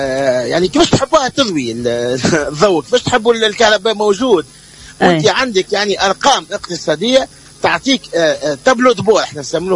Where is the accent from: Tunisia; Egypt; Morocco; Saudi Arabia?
Tunisia; احنا اليوم عندنا في تونس